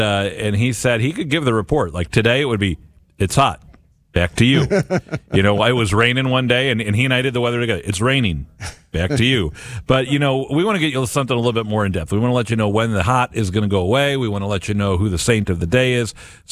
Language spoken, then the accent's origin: English; Missouri, United States; now in St. Louis, United States; Because I grew up in South County where we had growing up we had Dave's Donuts, but then the Lime Donut Stop is fantastic. And then I live in the city by Donut Drive-In.